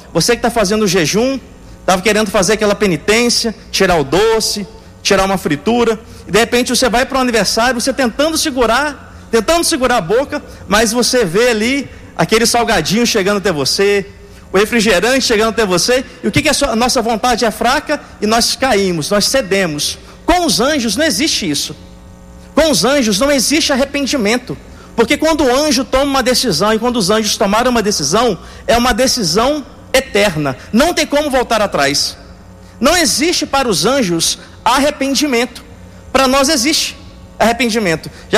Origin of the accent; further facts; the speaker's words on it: Rio de Janeiro, Brazil; Eu sou do interior do Rio de Janeiro.